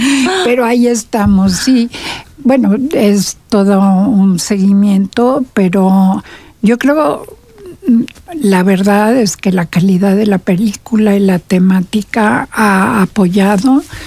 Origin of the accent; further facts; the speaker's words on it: Mexico City, Mexico; now in Querétaro, Mexico; soy de Ciudad de México, pero ya soy de aquí de Querétaro. Tengo aquí toda la vida. Tengo una hija queretana. Sí, también. Entonces, me encanta Querétaro y vivo aquí a dos cuadras.